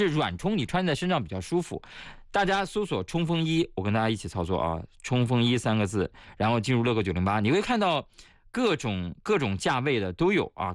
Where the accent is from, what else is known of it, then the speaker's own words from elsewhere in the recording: Shanxi, China; 当然，作为一个山西人，肯定给大家推荐的是山西正宗老陈醋。